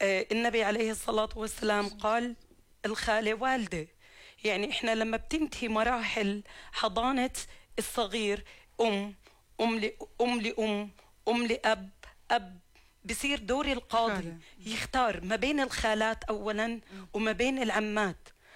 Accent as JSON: {"language": "Arabic", "country": "Jordan", "said": "عندنا في الأردن"}